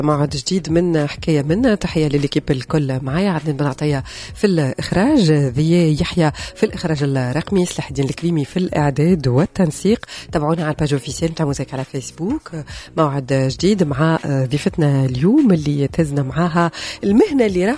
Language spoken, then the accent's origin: Arabic; Tunisia; accent: Tunisian